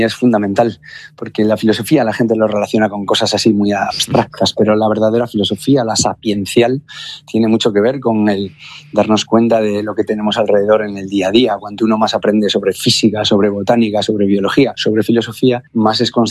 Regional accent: Santander, Cantabria, Spain; para los que hemos nacido en Santander

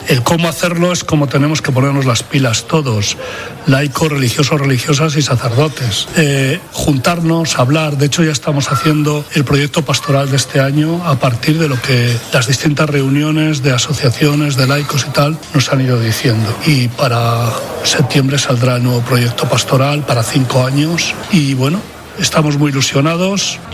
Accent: Carrión de los Condes, Castile and León, Spain; moved away; yo soy cofundador de la peña de mi pueblo, de mi pequeña ciudad, Carrión de los Condes, en Palencia

